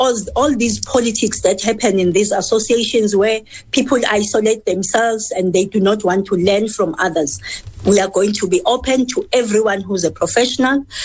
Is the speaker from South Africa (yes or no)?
yes; South Africa; even including us as South African, once you let people stop worrying and you let them relax, they come up with very fantastic ideas.